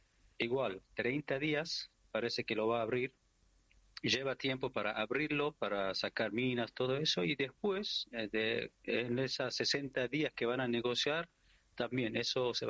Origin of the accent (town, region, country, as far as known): Iran